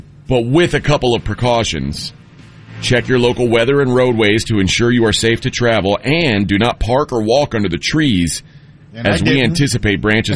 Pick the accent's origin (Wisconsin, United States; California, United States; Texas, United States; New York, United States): Texas, United States; Houston; now in Central Texas, United States; I grew up in Houston